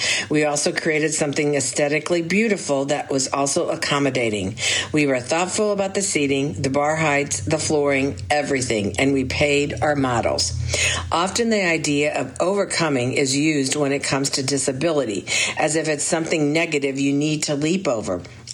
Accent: Louisville, Kentucky, United States; I grew up in Louisville. As a Black physically disabled child, a wheelchair user, I was often the only and the first.

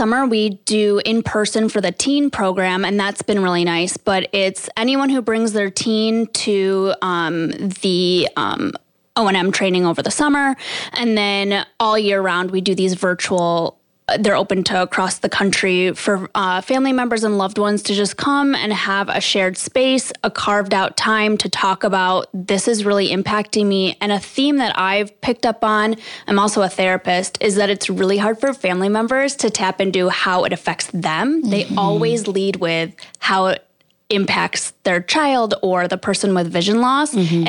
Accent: Detroit, Michigan, United States; LeaderDog was something that I was familiar about growing up in Metro Detroit

